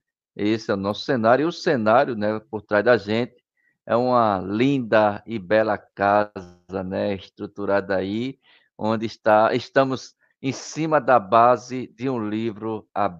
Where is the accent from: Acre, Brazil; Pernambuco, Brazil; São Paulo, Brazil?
Pernambuco, Brazil; Recife; sou de Recife, Pernambuco